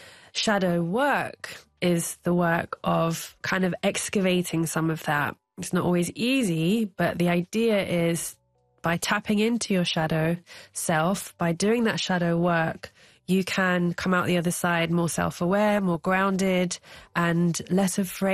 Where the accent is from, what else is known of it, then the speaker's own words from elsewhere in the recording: London, United Kingdom; Growing up in London as someone of Indian heritage, but completely British as well, British, quote unquote, I found that I was always having to kind of hide parts of myself to feel accepted.